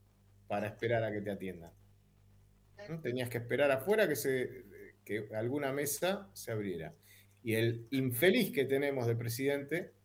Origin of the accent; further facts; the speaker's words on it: Buenos Aires, Argentina; los dos somos de Villa Crespo.